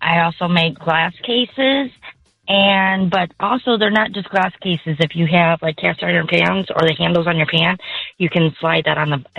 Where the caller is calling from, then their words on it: Wonder Lake, Illinois, United States; from Wonder Lake.